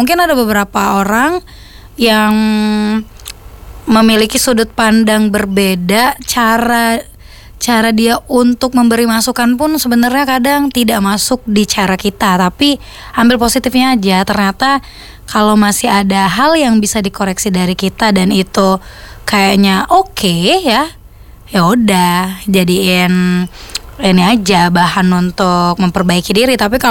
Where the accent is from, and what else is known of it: Palembang, South Sumatra, Indonesia